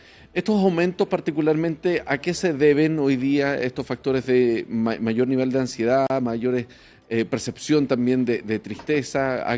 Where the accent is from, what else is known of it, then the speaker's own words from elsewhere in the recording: Chile; ¿Nosotros como chilenos hoy día reconocemos nuestros problemas de salud mental